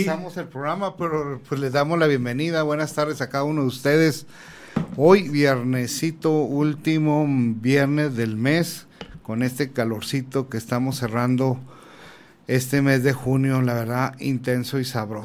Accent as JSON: {"language": "Spanish", "town": "Ciudad Juárez", "region": "Chihuahua", "country": "Mexico", "tie": "born there", "said": "ya estamos acostumbrados todos los que nacimos aquí"}